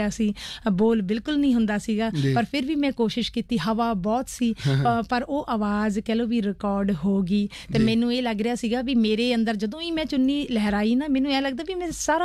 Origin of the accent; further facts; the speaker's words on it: Punjab, India; ਕਿ ਮੈਂ ਪੰਜਾਬ ਤੋਂ ਆਈ ਹਾਂ, ਮੈਂ ਪੰਜਾਬ, ਮੈਂ ਪੰਜਾਬੀਅਤ ਦੀ ਅਤੇ ਮੈਂ ਔਰਤਾਂ ਦੀ ਗੱਲ ਕੀਤੀ